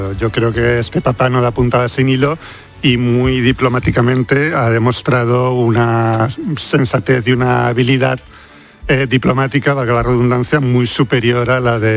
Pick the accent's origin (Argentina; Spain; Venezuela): Spain; Catalonia; Nunca, soy un pésimo catalán, la he visto de lejos.